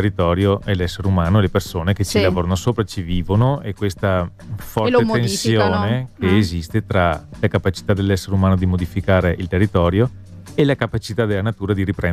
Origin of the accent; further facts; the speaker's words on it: Veneto, Italy; born there; Noi che siamo nati nell'Alto Vicentino abbiamo le montagne a nord